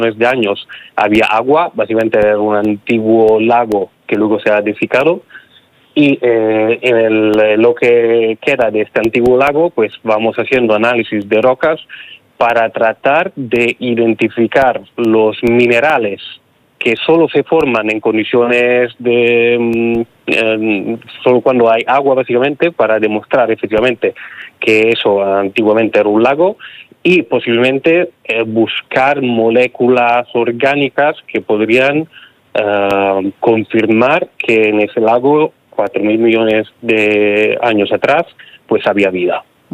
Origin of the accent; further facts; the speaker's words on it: Italy; Spanish is a second language; moved away as an adult; also born or lived in Bilbao, Spain; now in Valladolid, Spain; Soy italiano, pero me mudé en España hace más de 15 años. Entonces realicé el doctorado en Bilbao